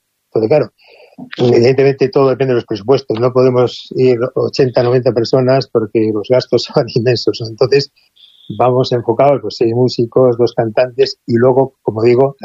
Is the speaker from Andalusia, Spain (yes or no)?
no; Bilbao, Basque Country, Spain; bueno, yo soy de Bilbao y un poeta carmelita tradujo ni más ni menos que todas las obras completas de Santa Teresa